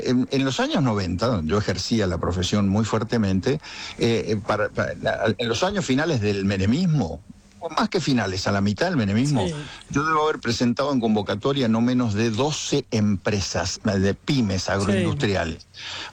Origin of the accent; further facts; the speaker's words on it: Mendoza, Argentina; en mi provincia con eso, la amargura que hay, porque la verdad que Mendoza, que tiene tantas cosas buenas y tantas cosas lindas